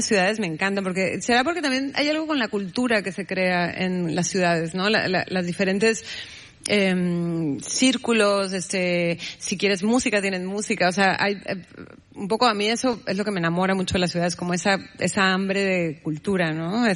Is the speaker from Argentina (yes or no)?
no; Mexico; moved away; cuando me fui a vivir lejos de México había algo que me marcaba mucho, que era ser de una frontera. O sea, sí, y además una frontera tan contrastante, ¿no? O sea, de dos países tan diferentes.